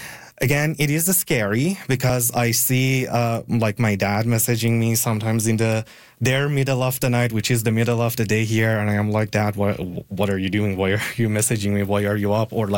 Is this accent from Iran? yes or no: yes; Iran; moved away; my hometown is in south of Iran